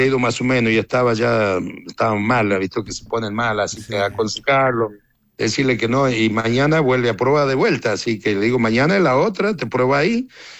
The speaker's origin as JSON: {"language": "Spanish", "region": "Chaco", "country": "Argentina", "tie": "born there", "said": "acabo de venir porque vengo del Chaco, vos sabés que yo armé una cancha de fútbol allá donde yo"}